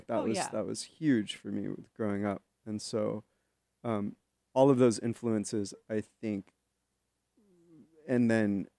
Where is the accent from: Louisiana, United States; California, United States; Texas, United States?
California, United States; San Carlos; born there; I grew up in San Carlos.